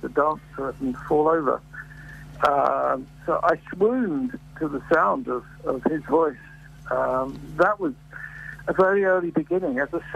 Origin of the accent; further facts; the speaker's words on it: London, United Kingdom; the 1960s was a very good time to be growing up in London.